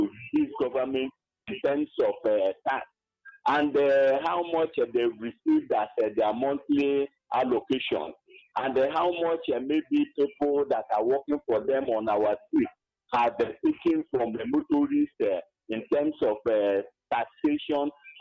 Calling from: Enugu State, Nigeria; I'm calling from Albany, Kenugu.

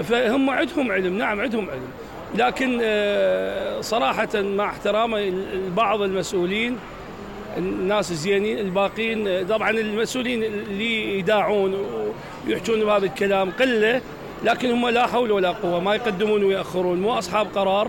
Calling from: Iraq

